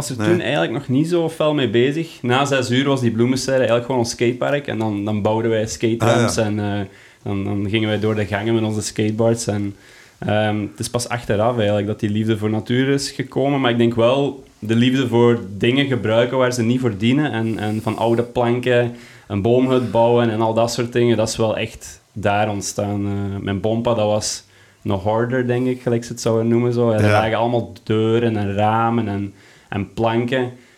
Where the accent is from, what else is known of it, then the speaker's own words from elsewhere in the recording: Deurne, Flanders, Belgium; Deurnedienst.